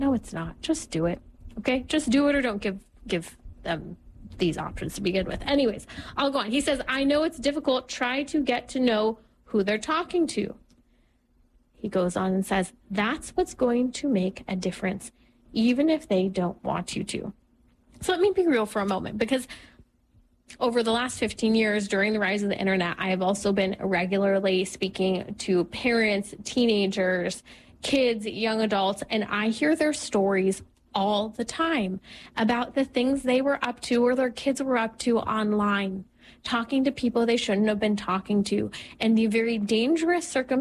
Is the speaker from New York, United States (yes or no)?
no; California, United States; I was just looking at the stats from my home state of California